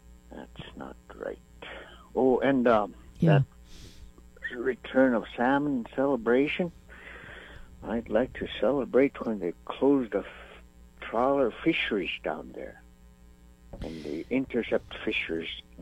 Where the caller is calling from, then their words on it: Kasigluk, Alaska, United States; I'm calling from Kasiguk